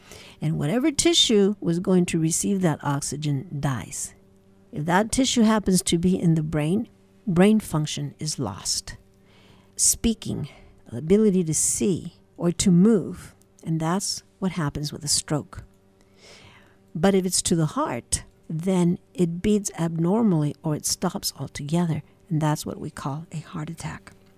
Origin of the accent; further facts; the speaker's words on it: United States; My home country, United States